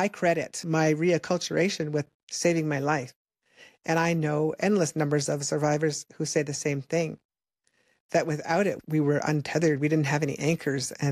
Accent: Saskatchewan, Canada; I'm from George Gordon First Nation in Treaty 4 in Saskatchewan.

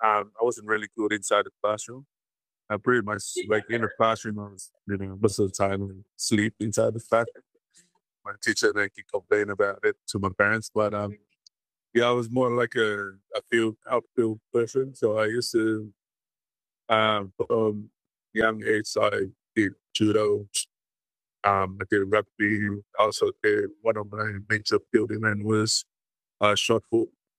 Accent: Tonga; also born or lived in Samoa / New Zealand / Hawaii / Japan; I was born in Tonga, 1983, and I grew up here in Tonga, but sort of moving around the island. We moved to Samoa, back to Tonga, and then New Zealand, Hawaii, and then Japan. So, and now I'm back to Tonga again.

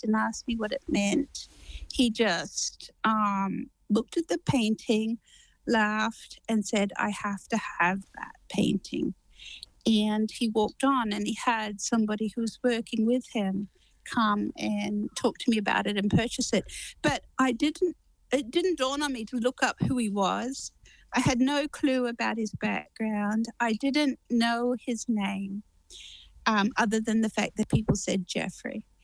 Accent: Australia; I'm an Australian.

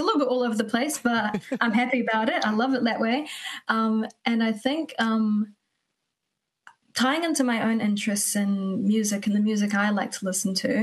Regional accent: New Zealand; growing up in New Zealand and being a young female

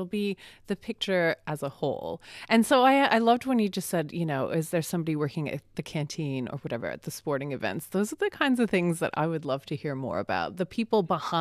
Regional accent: Canada; I grew up in Canada, where ice hockey, here we just call it hockey, was the biggest thing.

